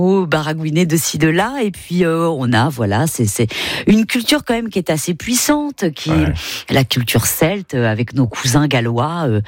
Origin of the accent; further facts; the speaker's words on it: Concarneau, Brittany, France; C'est une grande plage sur laquelle je continue à me recueillir très régulièrement quand je retourne chez moi à Concarneau.